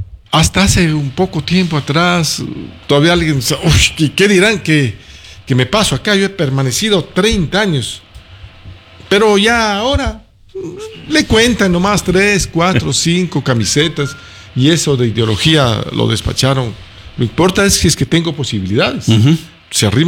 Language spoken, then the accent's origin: Spanish; Cariamanga, Loja, Ecuador; En mi tierra, Cariamanga